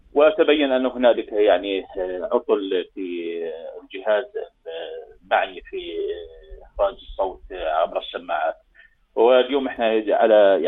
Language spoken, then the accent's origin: Arabic; Jordan; في دولتنا وفي بلدنا الأردن